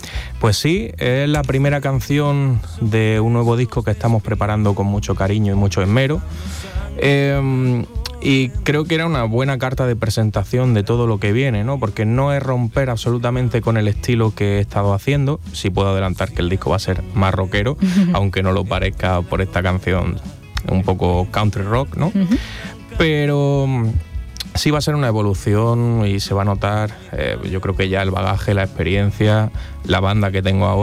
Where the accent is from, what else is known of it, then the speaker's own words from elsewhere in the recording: Almería, Granada, Andalusia, Spain; Soy un enamorado de mi tierra, de Almería, de Granada, pero mi hogar es donde está mi gente